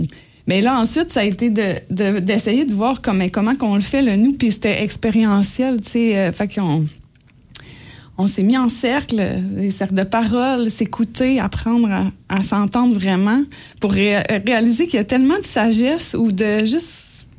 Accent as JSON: {"language": "French", "town": "Notre-Dame-des-Prairies", "region": "Quebec", "country": "Canada", "tie": "born or raised there", "also_born_or_lived": "Saint-Charles-de-Mandeville / Saint-Paul-de-Joliette", "said": "Je suis née à Saint-Charles-de-Manneville. J'ai grandi à Notre-Dame-des-Prairies, allée à l'Académie Antoine-Manceau, puis on a élevé nos enfants à Saint-Paul-de-Joliette."}